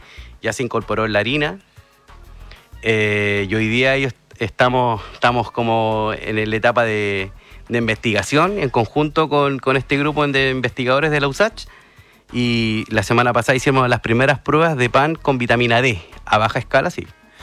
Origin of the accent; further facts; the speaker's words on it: Peñaflor, Santiago Metropolitan Region, Chile; now in Valparaíso, Chile; Bueno, como mencioné, yo vengo de Peñaflor.